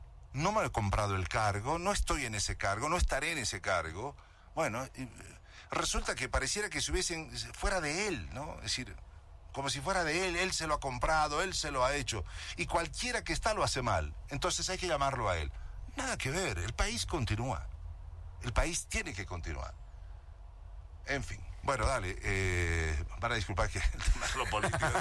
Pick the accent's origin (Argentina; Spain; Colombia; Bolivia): Bolivia; Donde tenemos pocas victorias como bolivianos.